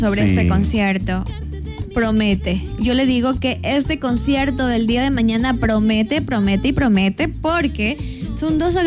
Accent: Santo Domingo, Santo Domingo de los Tsáchilas, Ecuador; Cuando a mí me preguntan usted de dónde es, yo digo feliz, yo soy de Santo Domingo.

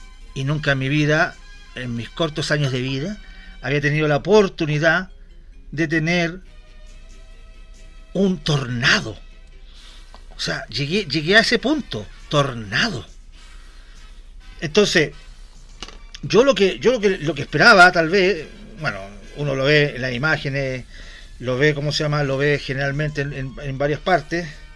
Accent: Estación Central, Santiago Metropolitan, Chile; Yo soy de Estación Central, perdóname, por favor. Yo soy de Estación Central.

